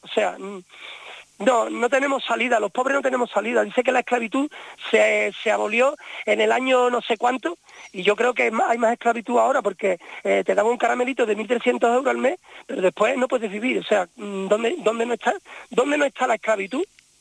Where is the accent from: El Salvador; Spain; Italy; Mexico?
Spain; Seville, Andalusia; also born or lived in Ibiza; yo me he criado en Sevilla, pero nací en Ibiza.